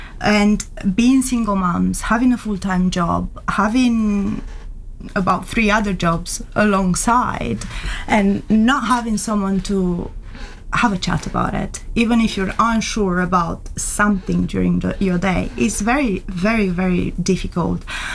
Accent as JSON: {"language": "English", "town": "Deva", "region": "Hunedoara County", "country": "Romania", "moved": "as an adult", "said": "I am from Deva, from Romania. Okay. So it happens to be both of us, we are Romanian."}